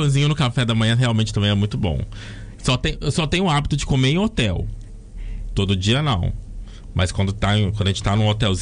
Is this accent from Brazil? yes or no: yes; Minas Gerais, Brazil; sou de Minas, então lá a gente não tem a torta capixaba.